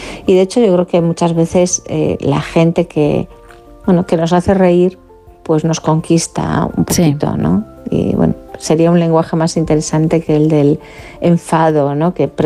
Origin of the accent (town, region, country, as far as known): Galicia, Spain